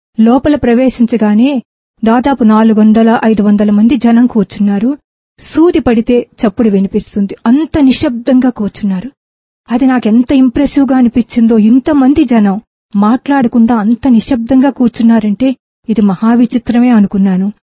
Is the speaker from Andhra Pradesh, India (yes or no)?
yes; Visakhapatnam, Andhra Pradesh, India; moved away as an adult; now in Barbados; నేను విశాఖపట్నంలో పుట్టాను, విశాఖపట్నంలో పెరిగాను, విశాఖపట్నంలో చదువుకున్నాను.